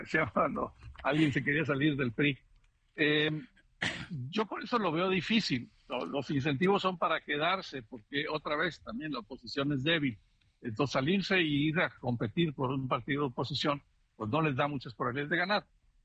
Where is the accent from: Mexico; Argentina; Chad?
Mexico; Nuevo León; ya la hay una rebelión en mi tierra, en Nuevo León